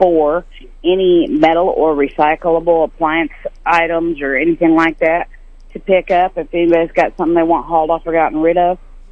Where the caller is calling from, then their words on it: Marshall, Missouri, United States; Marshall.